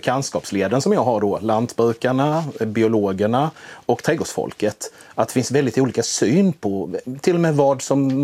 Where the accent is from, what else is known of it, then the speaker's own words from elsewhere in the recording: Blekinge, Sweden; Jag brukar säga liksom att jag är född i det. Jag är lantbrukarson från Blekinge.